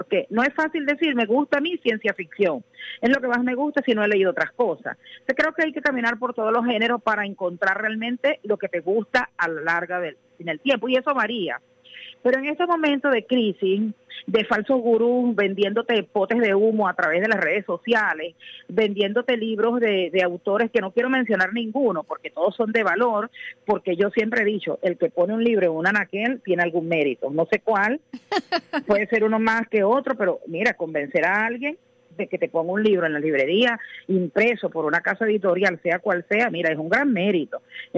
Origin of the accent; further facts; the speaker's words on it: Venezuela; uno como venezolano siente que esos autores están echándote un cuento mientras uno lee.